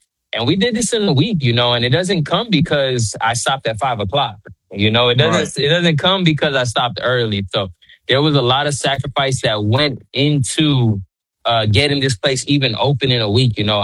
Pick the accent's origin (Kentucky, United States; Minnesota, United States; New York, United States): New York, United States; now in Port Arthur, United States; I'm originally from New York. Been living in Port Arthur, Beaumont, Texas since 2009.